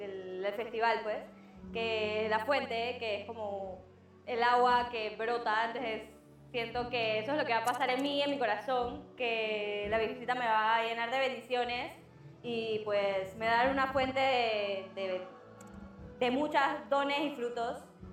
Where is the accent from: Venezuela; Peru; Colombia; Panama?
Panama; vengo de Panamá, tengo 28 años.